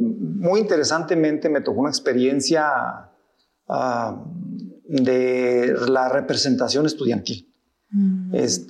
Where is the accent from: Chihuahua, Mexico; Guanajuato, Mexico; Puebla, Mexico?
Chihuahua, Mexico; Colonia Óscar Soto Máynez; yo vengo de una familia de escasos recursos económicos y yo había logrado una beca para, estando en la secundaria aquí en Colonia Oscar Soto Maynez, en mi pueblo natal